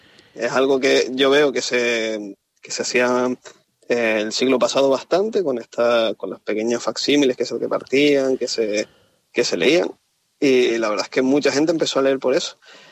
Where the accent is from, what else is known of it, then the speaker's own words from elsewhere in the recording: Tacoronte, Canary Islands, Spain; el pueblo donde se inspira gran parte de la historia, que es mi pueblo, Tacoronte, en Tenerife.